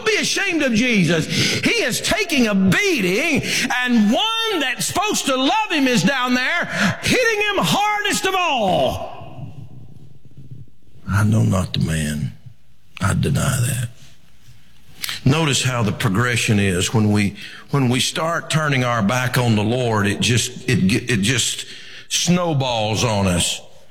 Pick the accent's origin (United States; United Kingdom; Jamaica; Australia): United States; I've never been tempted to say, no, I'm not an American.